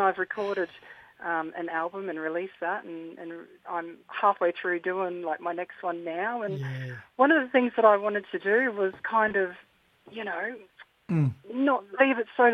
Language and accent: English; Chillagoe, Queensland, Australia; now in Mareeba, Australia; I'm originally from Chiligo, but Mareeba's my